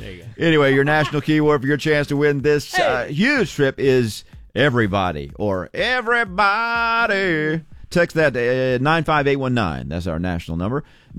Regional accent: United States; I mean, I'm American as it can be, and I still love some ranch.

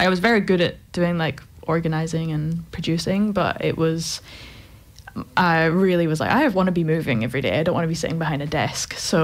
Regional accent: Scotland, United Kingdom; moved away as an adult; also born or lived in Edinburgh; now in Australia; So I'm originally from Scotland. I grew up in the west coast of Scotland and lived in Edinburgh for about 8 years.

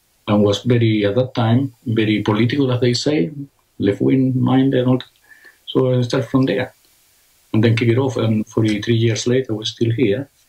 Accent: Chile; English is a second language; moved away as an adult; now in Canberra, Australia; I'm a refugee from Chile, actually. And I was doing a rally on my own in Civic with a flag and talking about the dictatorship in my country of origin. I was talking in Spanish because I couldn't speak English at that time.

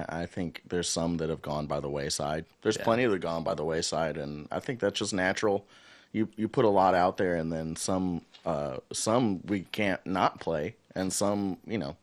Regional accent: Murfreesboro, Tennessee, United States; Yeah, so we're kind of from the Murfreesboro, Nashville area.

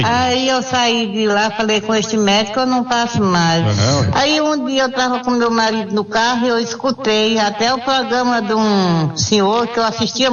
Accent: Northeast Region, Brazil; Eu fui criado no Nordeste, nós não conhecia remédio, nós não conhecia médico, era tudo chá de mato.

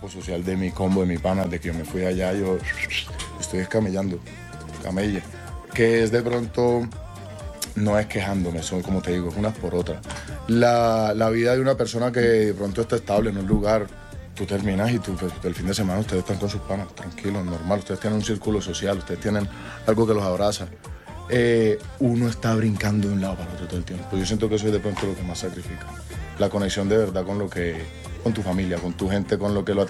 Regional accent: Colombia; yo soy colombiano, yo soy de aquí.

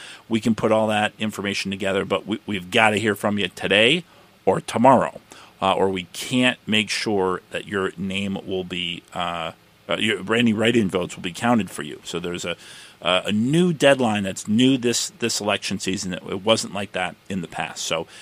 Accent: Shoreham, New York, United States; I remember one person I talked to in Shoreham, my hometown, where my family still lives.

